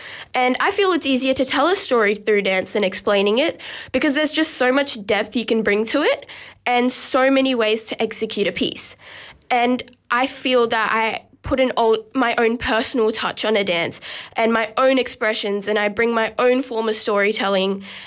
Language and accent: English; Sydney, New South Wales, Australia; So I was born in Australia and I grew up here, and my Indian heritage kind of felt, probably felt a little distant, but Bharatanatyam has kept me connected to my Indian roots